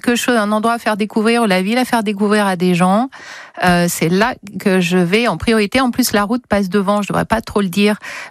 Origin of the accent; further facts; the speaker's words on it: Seyssinet, Auvergne-Rhône-Alpes, France; Parce qu'en fait, quand j'étais ado, moi, j'habite à Cessiné.